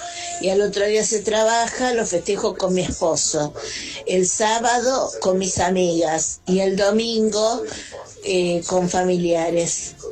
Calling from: Lanús, Buenos Aires Province, Argentina; soy de Lanús.

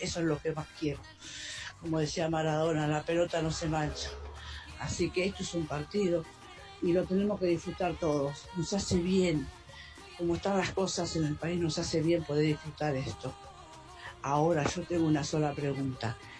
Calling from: Merlo, Buenos Aires Province, Argentina; Hola, Latina … de Merlo.

